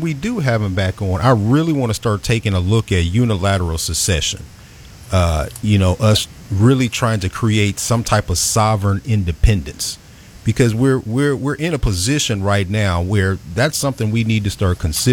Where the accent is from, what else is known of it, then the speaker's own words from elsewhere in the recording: Kansas City, Missouri, United States; now in Chicago, United States; You know, I've been living in Chicago for 4 years now. I moved here from Kansas City